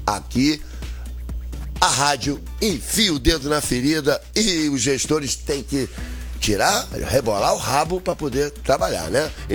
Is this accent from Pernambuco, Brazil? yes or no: no; Arraial do Cabo, Rio de Janeiro, Brazil; born there; alô Monte Alto, terra querida, é o meu berço que eu tanto amo, né, minha Figueira, meu amor, meu berço e meu trono